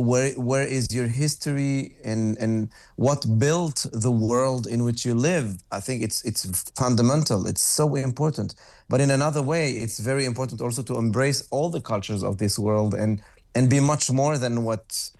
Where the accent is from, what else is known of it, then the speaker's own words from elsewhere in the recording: Lebanon; now in Europe; me because I come from Lebanon and I live in Europe or anything like that.